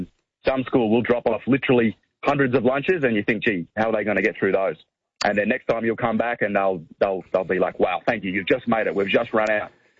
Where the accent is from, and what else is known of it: Shepparton, Victoria, Australia; born or raised there